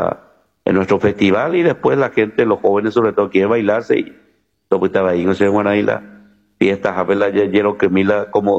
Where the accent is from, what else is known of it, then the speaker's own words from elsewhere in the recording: Horqueta, Concepción, Paraguay; somos hijos de Dios, hijos de María, somos orqueteños